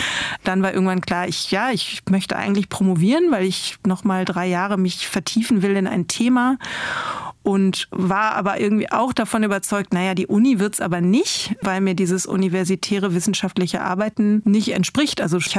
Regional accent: North Rhine-Westphalia, Germany; moved away; ich komme aus dem Münsterland

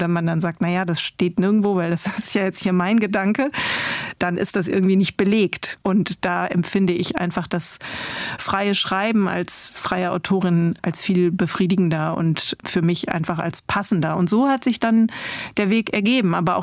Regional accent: North Rhine-Westphalia, Germany; moved away; ich komme aus dem Münsterland

